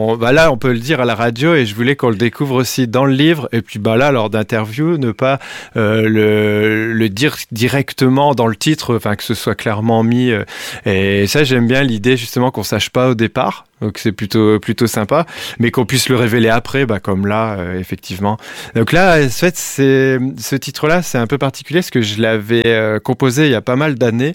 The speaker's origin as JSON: {"language": "French", "town": "Douai", "region": "Hauts-de-France", "country": "France", "said": "je suis de Douai, et puis je suis vraiment pas loin"}